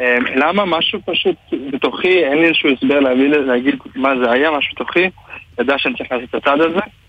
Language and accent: Hebrew; Jerusalem, Jerusalem District, Israel; אני גדלתי בירושלים, אני משפחה חרדית, אני ילד 60 מתוך 10 ילדים, והראשון שהתגייס לצבא.